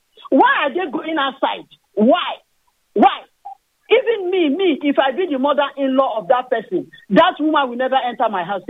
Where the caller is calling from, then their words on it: Delta, Nigeria; I come from Delta State, Ndokwa East.